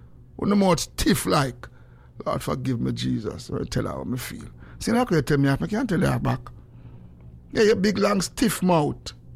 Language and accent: English; Jamaica; because the youth did one of the greatest thing, especially as a Jamaican man.